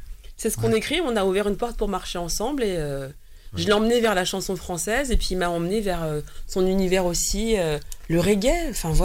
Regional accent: Paris, Île-de-France, France; born there; Alors je suis née à Paris.

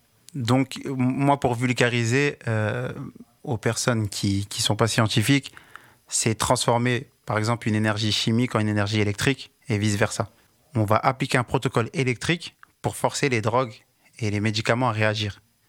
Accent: Compiègne, Hauts-de-France, France; moved away as an adult; also born or lived in Paris; Je suis originaire de Compiègne.

